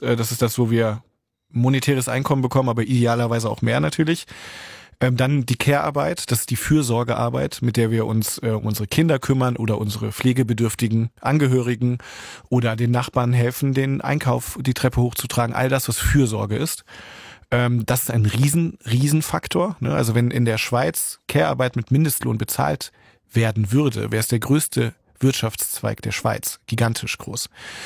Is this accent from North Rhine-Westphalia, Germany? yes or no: no; Hamburg, Germany; Und in meiner Heimatstadt in Hamburg.